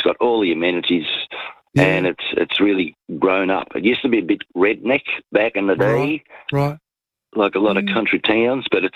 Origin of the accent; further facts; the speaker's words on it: Yass, New South Wales, Australia; I grew up in Yass